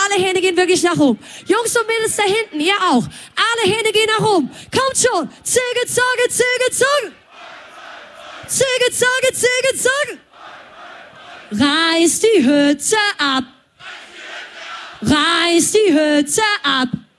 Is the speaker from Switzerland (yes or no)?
no; Rhineland, Germany; Denn ich komme aus dem Rheinland. Ich bin eine echte Karnevalsmaus.